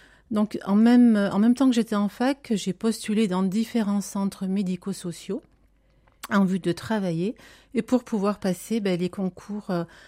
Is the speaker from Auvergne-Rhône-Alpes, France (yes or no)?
yes; Saugues, Auvergne-Rhône-Alpes, France; Je suis native de Sogues.